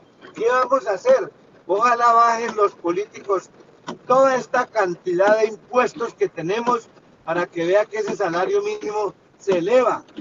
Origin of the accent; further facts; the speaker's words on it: Colombia; Eso para nosotros como colombianos es muy importante